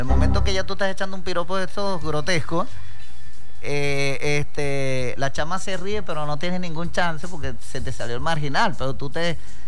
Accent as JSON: {"language": "Spanish", "town": "Maturín", "region": "Monagas", "country": "Venezuela", "said": "yo soy de Maturín. ¿De qué parte, mano? Y yo, de los Guaritos."}